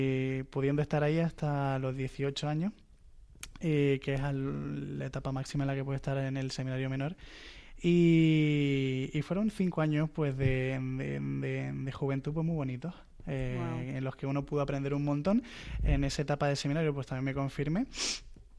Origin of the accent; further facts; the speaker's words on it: Equatorial Guinea; Yo, pues, vengo de Guinea Ecuatorial, nací allí, mi madre es nativa de allí, de Bata, y mi padre es canario